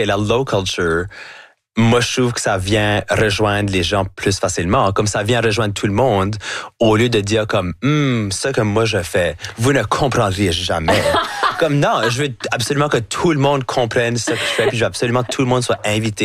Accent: New Brunswick, Canada; accent: Acadian (chiac); faire tout ce que je fais avec mon accent, avec mon accent, avec mon chiac. Pour moi, c'est comme, ah, ben, c'est bien plus fun parce que là, tout d'un coup, je peux comme apporter l'Acadie avec moi

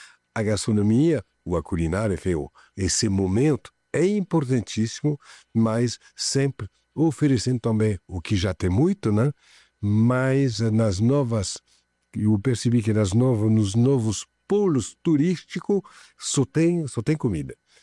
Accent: Paris, Île-de-France, France; moved away as an adult; now in Brazil; meus pais me levavam, eu e meus irmãos, para o Entrecôte, le relais de l'Entrecôte, lá na minha cidade natal, que é Paris. Em 2008, eu decidi trazer esse conceito aqui

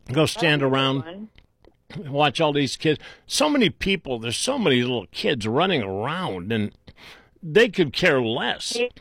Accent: Willowick, Ohio, United States; Because I grew up on the east side. I grew up in Willowick. I grew up in Lake County.

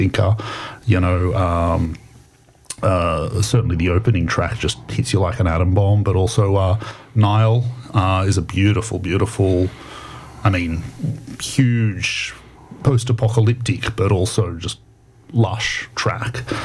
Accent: Sydney, New South Wales, Australia; when I was growing up in Sydney

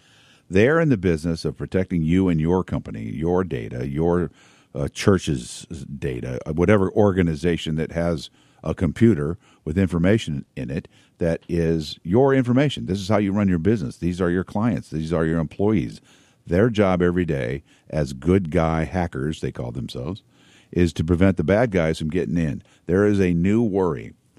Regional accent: Pekin, Illinois, United States; I grew up in Pekin. Did you know that?

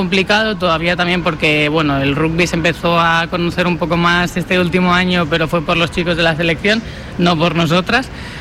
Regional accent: Valencian Community, Spain; moved away as an adult; now in A Coruña, Spain; Llevo ya 7 aquí, o sea, soy valenciana. Vamos, yo ya estoy afincada en Coruña.

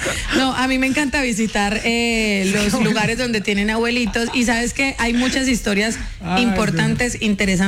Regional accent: Colombia; moved away; Eso sí me lo compraría en mi país, obviamente, en Colombia.

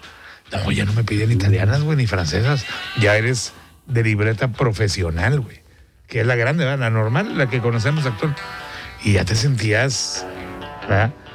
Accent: Monterrey, Nuevo León, Mexico; como todo mexicano, como todo regio

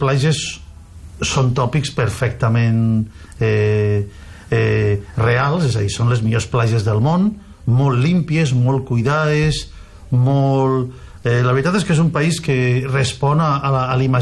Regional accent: Vinaròs, Valencian Community, Spain; born there; aunque vaig néixer a Vinaròs i me sento profundament vinarossenc, pues estic poc temps aquí.

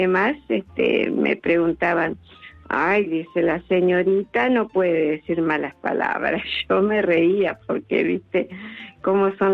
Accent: Santa Rosa, La Pampa, Argentina; Sí, de Santa Rosa, La Pampa

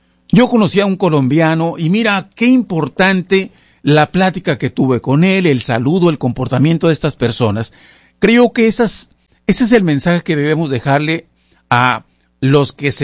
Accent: Mexico; al lugar donde hemos nacido, principalmente que es nuestro propio país de origen, obviamente. se los digo como mexicano

